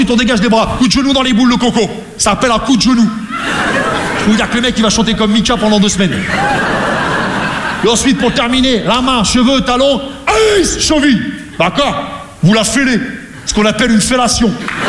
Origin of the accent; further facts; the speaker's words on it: Rouen, Normandy, France; parce que moi je viens de Rouen, tu vois, la Normandie, les Vikings